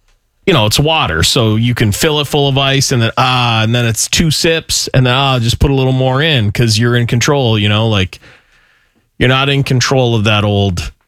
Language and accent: English; Canada; growing up in Canada